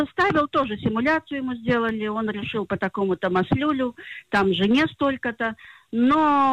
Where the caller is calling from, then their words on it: Haifa, Haifa District, Israel; из Хайфы.